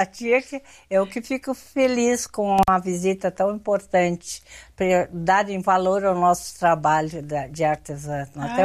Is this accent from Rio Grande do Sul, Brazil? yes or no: yes; Pinheiro Machado, Rio Grande do Sul, Brazil; born there; Eu nasci na campanha. É. Eu nasci em Pinheiro Machado. No município de Pinheiro Machado.